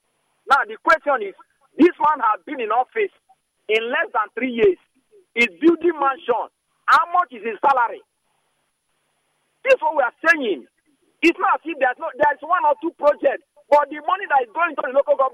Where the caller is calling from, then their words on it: Emohua, Rivers, Nigeria; I'm from Emua local government area of River State.